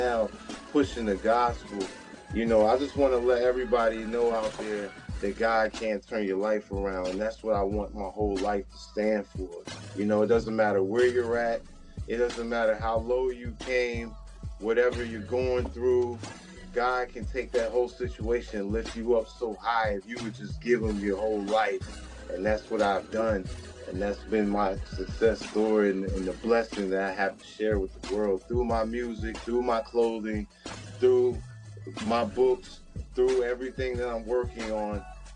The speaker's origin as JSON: {"language": "English", "region": "Virginia", "country": "United States", "tie": "born or raised there", "said": "You know, shout out to everybody in Virginia. That's my hometown. That's where I'm from."}